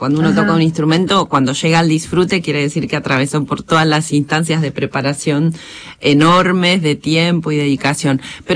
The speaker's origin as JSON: {"language": "Spanish", "town": "Concepción del Uruguay", "region": "Entre Ríos", "country": "Argentina", "tie": "born or raised there", "said": "tanto Victoria como yo, en realidad somos de Concepción del Uruguay, Entre Ríos"}